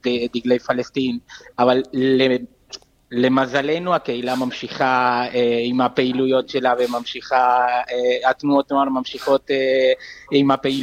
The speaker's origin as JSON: {"language": "Hebrew", "country": "Argentina", "moved": "yes", "lives_now": "Barcelona, Spain", "said": "בוא נגיד שגם אני ארגנטינאי במקור."}